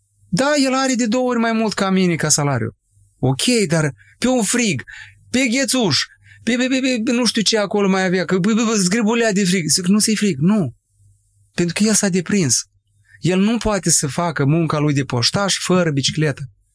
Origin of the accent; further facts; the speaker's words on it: Condrătești, Ungheni District, Moldova; moved away; Nu departe de satul meu de Baștină, Condrăteș.